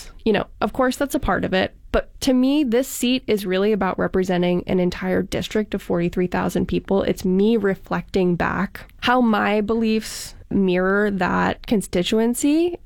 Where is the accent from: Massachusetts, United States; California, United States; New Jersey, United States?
Massachusetts, United States; Williamsburg; I grew up in Williamsburg.